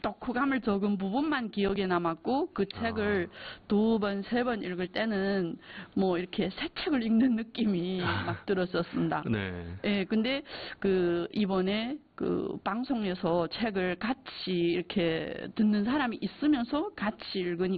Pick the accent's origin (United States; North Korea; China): China; moved away; 우리는 조선족이라서 지금까지 이제까지 계속 조선말로 학교를 다녔었고